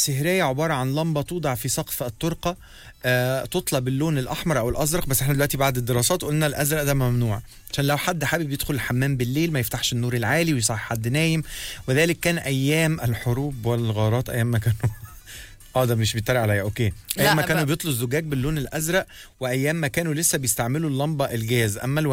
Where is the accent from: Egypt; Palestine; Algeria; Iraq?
Egypt; احنا كمصريين